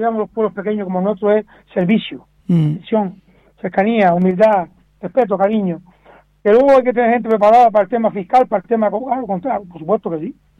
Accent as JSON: {"language": "Spanish", "town": "San Mateo", "country": "Spain"}